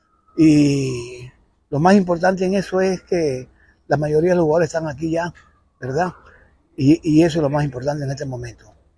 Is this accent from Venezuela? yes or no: no; Panama; Todos somos panameños